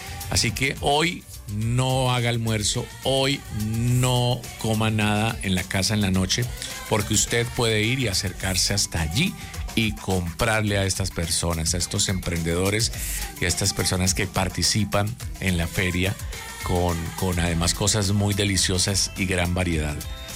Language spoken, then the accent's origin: Spanish; Colombia; todos los bumangueses y como buenos colombianos nos unamos más fuertes que nunca.